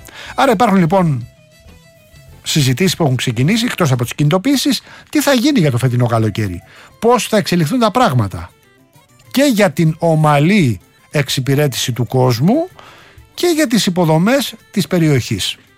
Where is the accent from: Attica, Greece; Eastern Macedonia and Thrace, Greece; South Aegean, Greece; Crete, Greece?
Attica, Greece; Rafina; εκεί στην πατρίδα μου, στο λιμάνι της Δραφίνας